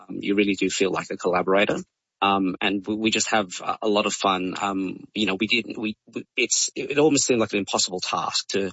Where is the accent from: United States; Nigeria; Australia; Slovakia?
Australia; Melbourne, Victoria; And I'm personally very excited because Melbourne's my hometown, so I've been just dying to get this show here.